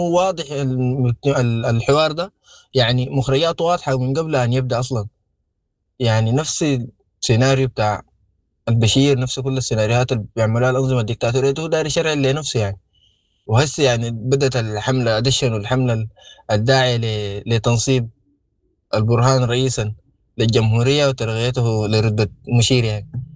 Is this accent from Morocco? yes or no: no; Sudan; اي حوار نحن كسودانيين ممكن يحل لنا مشكلتنا،